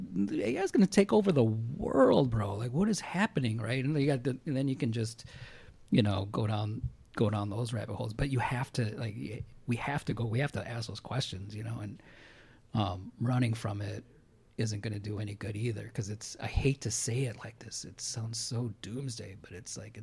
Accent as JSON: {"language": "English", "region": "Illinois", "country": "United States", "tie": "born or raised there", "said": "I grew up in River West."}